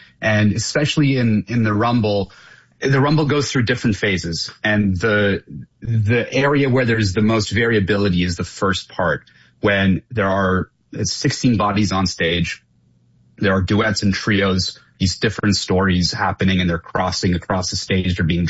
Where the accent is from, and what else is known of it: Toronto, Ontario, Canada; born or raised there